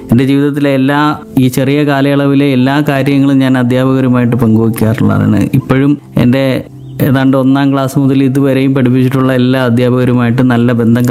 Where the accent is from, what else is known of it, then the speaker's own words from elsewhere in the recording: Thamarakkulam, Kerala, India; also born or lived in Tamil Nadu; now in Anchalumoodu, India; അമ്മയുടെ സ്ഥലം നാഗർകോവിലാണ്, ഞാൻ ജനിച്ചത് തമിഴ്നാട്ടിലാണ്. എങ്കിലും ഞാനിവിടെ കൊല്ലത്ത് താമരക്കുളം സ്വദേശിയാണ്. നിലവിൽ ഞാൻ താമസിക്കുന്നത് അഞ്ചാലുംമൂട്ടാണ്.